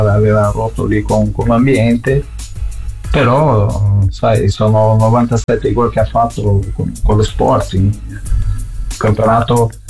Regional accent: Brazil; Italian is a second language; come diciamo noi in Brasile, deve avere il sangue negli occhi, no?

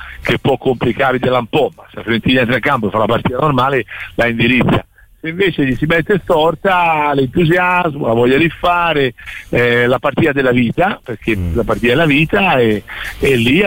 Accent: Tuscany, Italy; perché tutti contro tutti, va, siamo toscani

